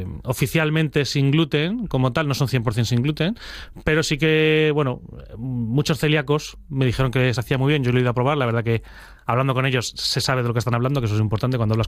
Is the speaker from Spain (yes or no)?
yes; Madrid, Community of Madrid, Spain; also born or lived in Almería; porque viví en Almería y soy de Madrid.